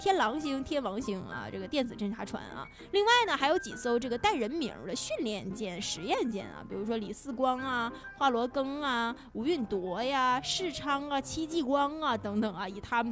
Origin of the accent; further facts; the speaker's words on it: China; 身为中国人，我真是还是那句话，我真的觉得我太骄傲了。